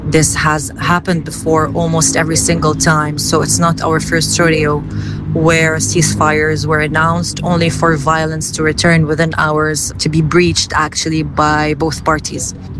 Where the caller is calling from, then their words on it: Mount Lebanon, Lebanon; I am from the Matan area in Lebanon.